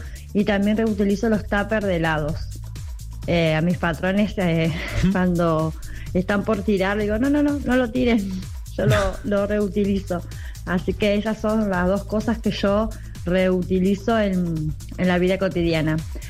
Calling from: Paraná, Entre Ríos, Argentina; Estoy trabajando desde Paraná.

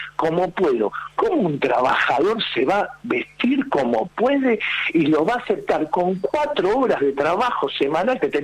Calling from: Avellaneda, Buenos Aires Province, Argentina; Yo soy de Buenos Aires, soy de Avellaneda

